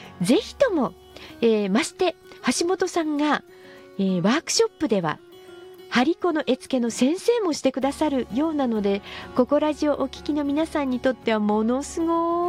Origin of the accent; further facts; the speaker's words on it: Fukushima, Japan; 私は福島県生まれの福島県育ち、福島県で仕事をさせていただいていることが多いです。